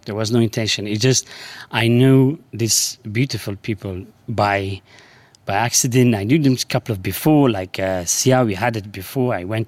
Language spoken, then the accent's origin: English; Sulaymaniyah, Kurdistan Region, Iraq; English is a second language; moved away; also born or lived in Sweden; I'm from Bashur in Kurdistan in the city of Slimani. I born there, I grew up, I studied music, I studied violin and then I moved to Sweden in 2002